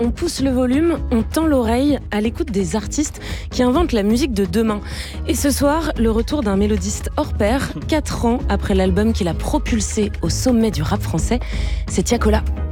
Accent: France; on est français

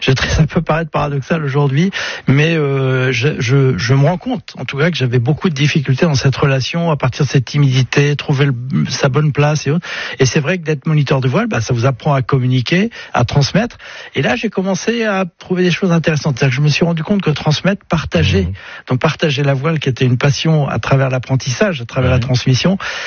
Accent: Rance valley, Brittany, France; je suis breton et puis je le ressens profondément. Donc, de la vallée de la Rance, juste derrière Saint-Malo, effectivement.

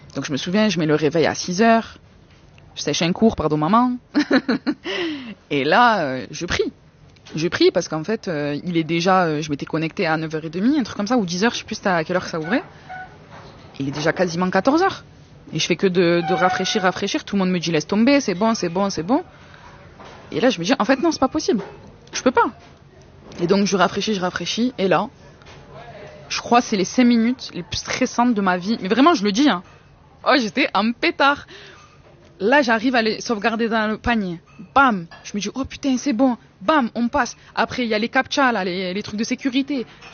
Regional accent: Marseille, Provence-Alpes-Côte d'Azur, France; Je suis marseillais, je peux pas le.

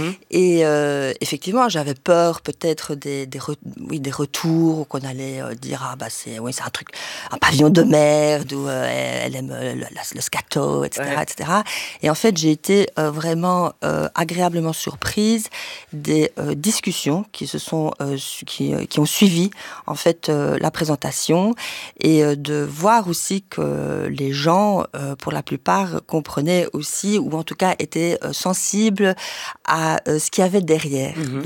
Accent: Luxembourg; moved away as an adult; also born or lived in Brussels, Belgium; Disons, oui, je suis née à Bruxelles, d'une mère espagnole, d'un père belge. Ensuite, j'ai grandi au Grand-Duché de Luxembourg et j'y ai vécu jusqu'à mes 18 ans.

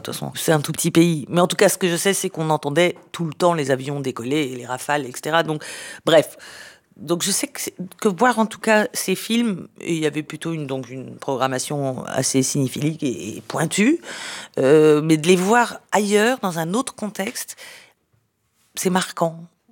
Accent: Sarcelles, Île-de-France, France; born there; J'étais choquée, scandalisée qu'on puisse parler de mon village natal ainsi.

